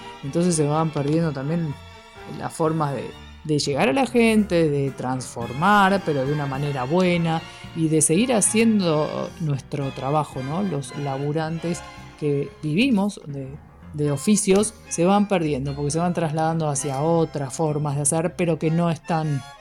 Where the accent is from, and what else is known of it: Argentina